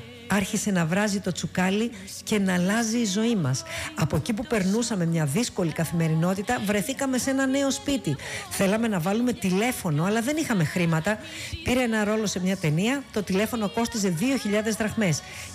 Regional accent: Olympia, Western Greece, Greece; also born or lived in Piraeus; Γεννήθηκα στον Πειραιά, αλλά μεγάλωσα στην Ολυμπία, από όπου καταγόταν η μητέρα μου.

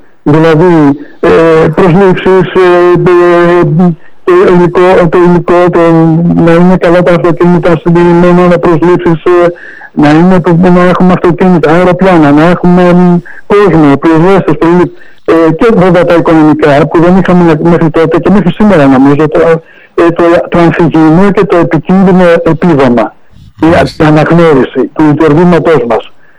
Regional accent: Kallithea, Attica, Greece; born there; also born or lived in Tripoli, Arcadia; εγώ γεννήθηκα στην Καλυθέα, Αθηνών.

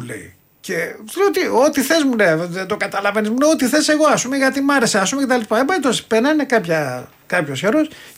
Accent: Peristeri, Attica, Greece; Εγώ μεγάλωσα στο Περιστέρι βασικά.

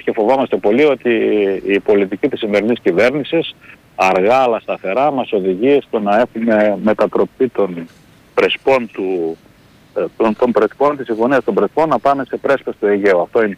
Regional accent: Kastoria, Western Macedonia, Greece; Δηλαδή εγώ είμαι Καστοριανός, είμαι Μακεδόνας Έλληνας.

